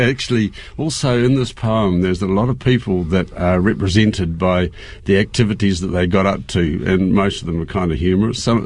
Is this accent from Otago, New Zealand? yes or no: yes; Roxburgh, Otago, New Zealand; born there; I was born in Roxburgh, one of the most beautiful parts in the country, in my opinion, and I'm not biased at all.